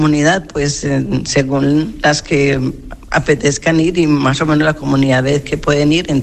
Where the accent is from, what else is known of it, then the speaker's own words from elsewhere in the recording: Colombia; moved away as an adult; now in Spain; Vengo de Colombia en el año 1989.